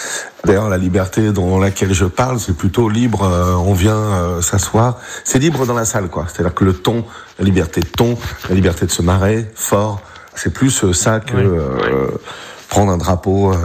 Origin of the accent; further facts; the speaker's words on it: Brittany, France; now in Paris, France; Ah, j'adore. Moi, je suis breton.